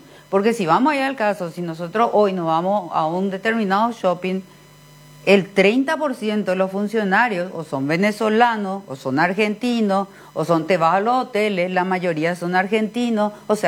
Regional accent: Paraguay

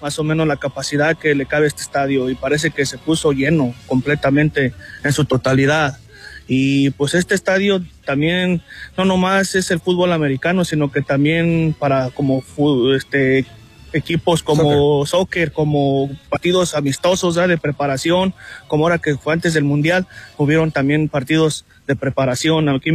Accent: Mexico; la gente mexicana como yo, como su servidor, apoyamos mucho nuestra selección, y pues no nomás yo, toda mi gente mexicana

